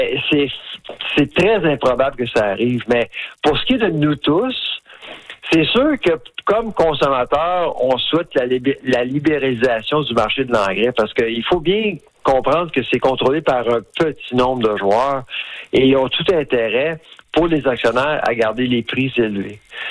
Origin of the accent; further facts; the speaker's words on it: Saskatchewan, Canada; que ce soit chez nous, en Saskatchewan